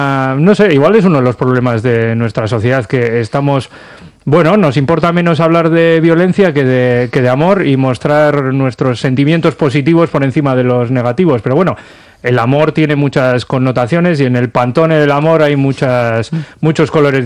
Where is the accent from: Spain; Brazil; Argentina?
Spain; Santurtzi, Basque Country; reivindico mi procedencia, porque yo soy de Santurchi, pero por encima de eso soy de Cabieces.